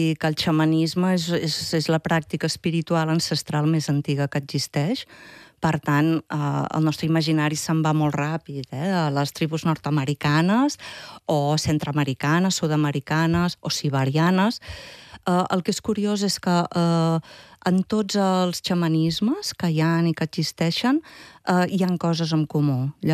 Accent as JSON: {"language": "Catalan", "town": "Tona", "region": "Catalonia", "country": "Spain", "tie": "born there", "said": "Vaig néixer a Tona i en aquests moments visc a Tona, també. des de fa uns anys"}